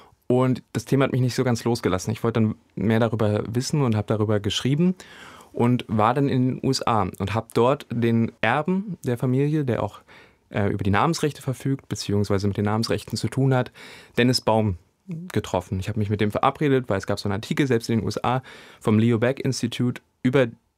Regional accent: Harz, Germany; Ich meine, ich komme aus dem Harz, mein ganzer Schulhof stand voll mit Simson-Mopeds, wie wahrscheinlich vielen Leuten.

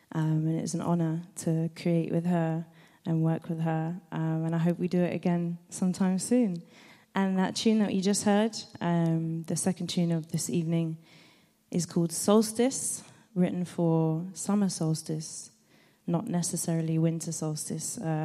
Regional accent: London, United Kingdom; And as you can tell, we're from London.

